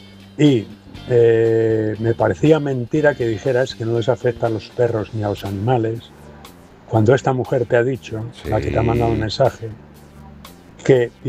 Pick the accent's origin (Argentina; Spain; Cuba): Spain; Valladolid, Castile and León; now in Fuerteventura, Spain; de Valladolid, pero estoy en Fuerteventura.